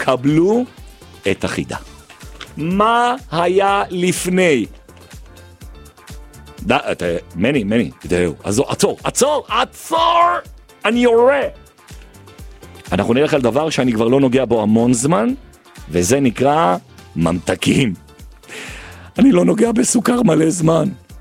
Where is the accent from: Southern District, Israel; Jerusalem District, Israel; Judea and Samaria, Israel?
Jerusalem District, Israel; Jerusalem; פה זה כי אני ירושלמי.